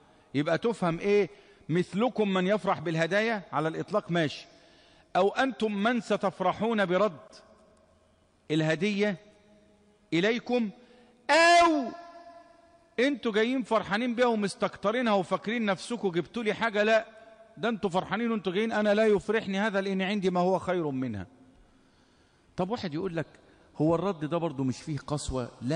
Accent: Egypt; عندنا في مصر

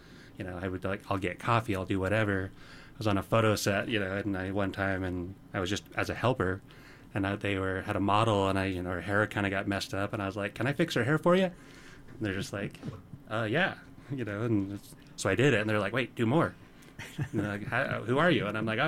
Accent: Provo, Utah, United States; born there; also born or lived in Four Corners area (near Mexican Hat / Halchita); my childhood growing up, you know, in the desert, chasing my grandfather around, herding sheep, the whole works. Then when I was about 5, we came up to Provo and integrated into life.

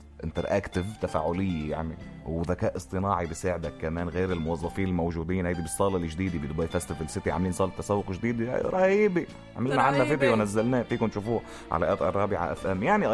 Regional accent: Lebanon; وأنا بلدي منتخب اللبناني عمره ما وصل كأس العالم في كرة القدم.

